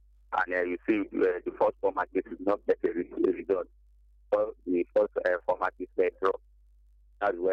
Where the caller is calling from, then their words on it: Lagos, Nigeria; calling from Ajegunle.